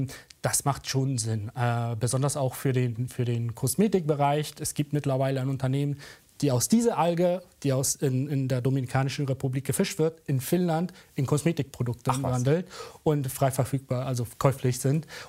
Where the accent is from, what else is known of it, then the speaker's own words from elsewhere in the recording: Mexico; moved away; Ich bin nämlich gebürtiger Mexikaner